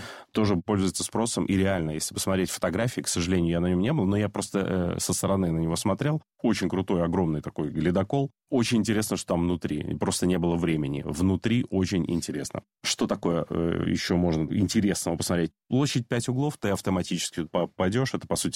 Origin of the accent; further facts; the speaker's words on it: Novy Urengoy, Yamalo-Nenets Autonomous Okrug, Russia; moved away; я вырос в Ямало-Ненецком автономном округе, в городе Новый Уренгой